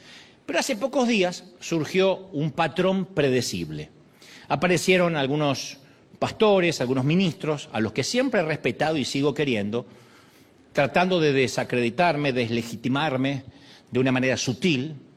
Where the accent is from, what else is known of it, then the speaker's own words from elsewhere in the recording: Argentina; Hace unos días se empezó a correr un rumor en mi país que yo podría ser candidato a la presidencia de Argentina.